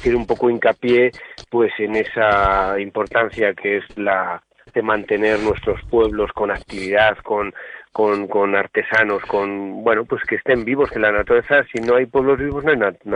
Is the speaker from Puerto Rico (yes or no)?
no; Medina del Campo, Castile and León, Spain; Yo soy medinense de Valladolid, Medina del Campo.